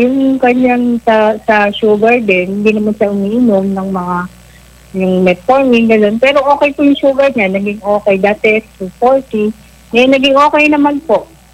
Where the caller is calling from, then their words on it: San Jose City, Central Luzon, Philippines; Taga San Jose City, Nueva Ecija po